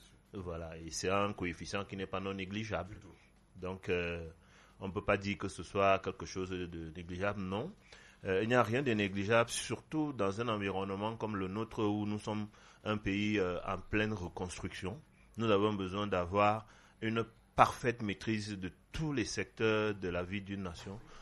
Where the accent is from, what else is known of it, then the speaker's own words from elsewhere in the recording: Yaoundé, Centre, Cameroon; moi j'ai grandi à Yaoundé, toute ma vie où je suis né.